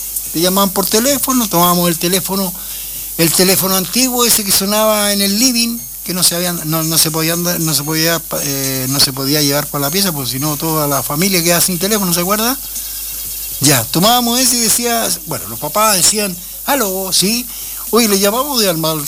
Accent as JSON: {"language": "Spanish", "country": "Chile", "said": "Como los peruanos dicen el pe, nosotros decimos po."}